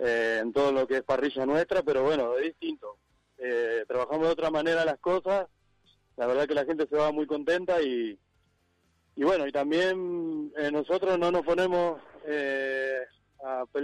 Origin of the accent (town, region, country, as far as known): Buenos Aires, Argentina; moved away as an adult; now in Soria, Spain